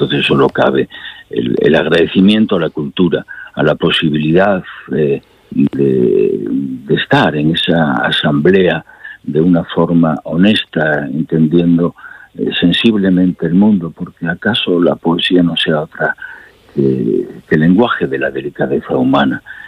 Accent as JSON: {"language": "Spanish", "area": "El Bierzo", "region": "Castile and León", "country": "Spain", "tie": "born or raised there", "said": "mi tierra natal, de los Montes de León, en las fronteras con Galicia, en el Bierzo."}